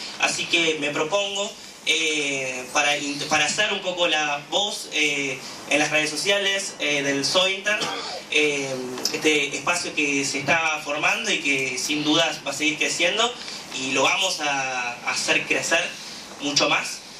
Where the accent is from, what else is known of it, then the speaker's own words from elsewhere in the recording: Argentina; Vengo de Argentina